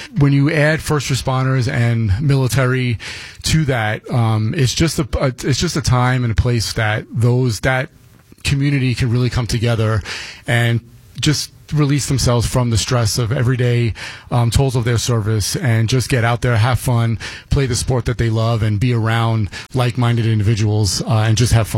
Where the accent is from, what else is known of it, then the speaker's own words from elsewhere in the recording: New York City, New York, United States; moved away; I'm from New York City, Brooklyn, to be specific, and I'm a huge New York Rangers fan.